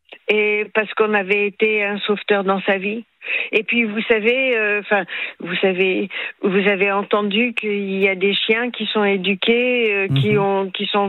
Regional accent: Paris, Île-de-France, France; Et je suis parisienne, je suis née dans le 20e, je vis dans le 20e.

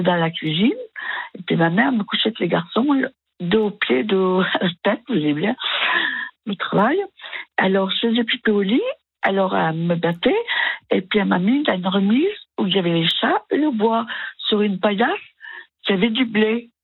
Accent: Cône, France; born there; Ah oui, je suis née à Cône.

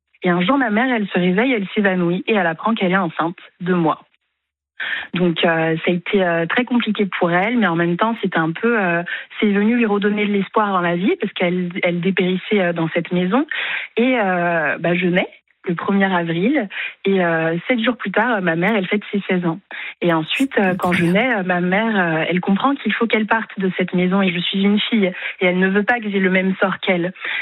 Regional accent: France; born there; also born or lived in Congo; quand ma mère elle revient, je ne suis plus au Congo, je suis en France. Ma belle-mère m'a fait un faux acte de naissance et elle m'a emmenée en France avec ses autres enfants.

